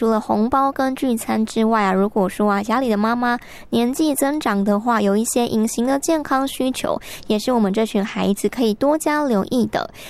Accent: Taiwan; 虽然说我们台湾人的爱都非常的含蓄，不习惯说出我爱你

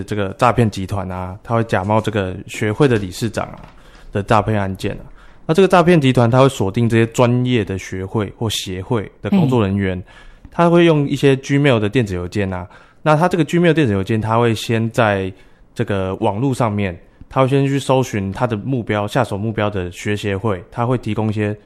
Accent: Taitung County, Taiwan; 对，我是台东人。

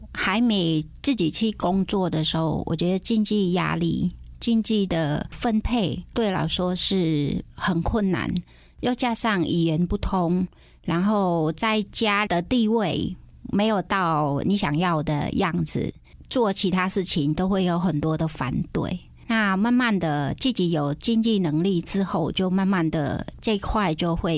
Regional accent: Cambodia; Chinese is a second language; moved away as an adult; now in Taiwan; 我来自柬埔寨，我来台湾22年了。来台湾之后呢，就慢慢的学习中文，

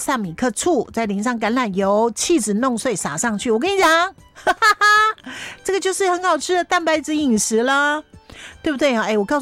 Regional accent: Taiwan; 我想要吃那个比较挡靠不一样，我台湾人

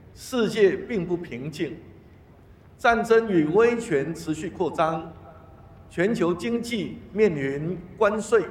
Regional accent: Taiwan

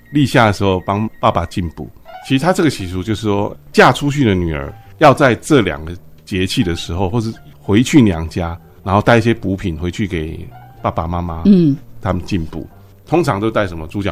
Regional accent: Taiwan; 这是我们台湾人跟人家不一样的地方

